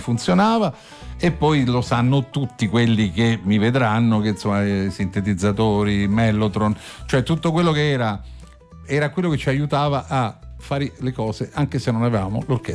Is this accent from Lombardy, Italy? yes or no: no; Bologna, Emilia-Romagna, Italy; Sì, io sono di Bologna, esatto.